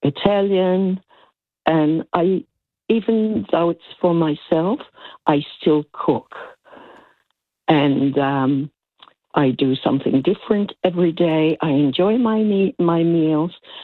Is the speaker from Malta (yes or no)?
yes; Malta; now in Australia; I'm Maltese, but I'm Australian.